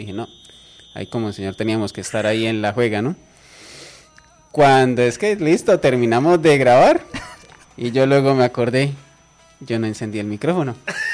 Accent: Colombia; como colombiano sí le hago fuerza a la Selección para que gane

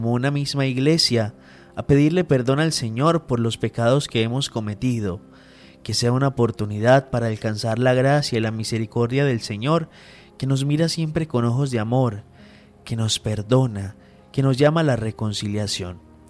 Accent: Colombia; como colombianos y como diócesis de Cúcuta

